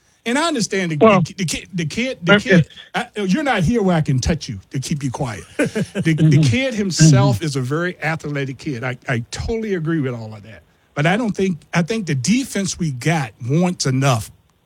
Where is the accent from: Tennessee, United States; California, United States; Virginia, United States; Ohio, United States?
Virginia, United States; Growing up in Virginia, I never been to West Virginia.